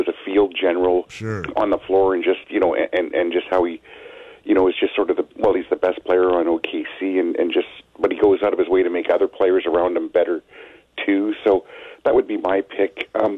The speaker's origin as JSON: {"language": "English", "country": "Canada", "said": "just being Canadian, I guess I'd be biased to see SGA win it."}